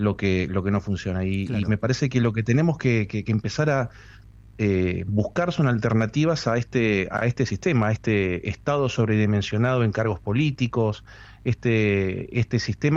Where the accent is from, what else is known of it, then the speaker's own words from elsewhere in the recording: Tierra del Fuego, Argentina; nos cruzan a todos como fueguinos y como argentinos